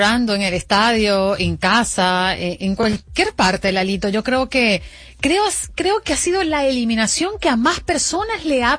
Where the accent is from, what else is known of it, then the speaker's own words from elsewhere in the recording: Venezuela; vamos a actualizar información de lo que está pasando en mi país